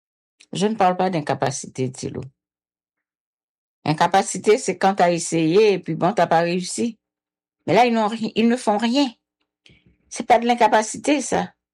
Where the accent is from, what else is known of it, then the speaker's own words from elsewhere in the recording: Haiti; aucune action à l'extérieur du pays pour faire la démonstration que nous sommes encore des Haïtiens.